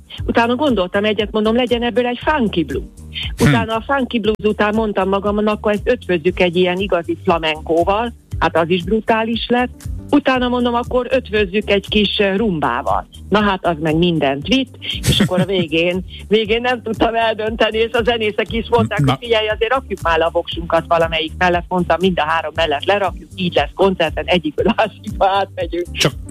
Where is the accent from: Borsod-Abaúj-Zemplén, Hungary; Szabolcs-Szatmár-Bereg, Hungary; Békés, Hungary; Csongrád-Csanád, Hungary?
Csongrád-Csanád, Hungary; Makó; Makón, szülővárosomban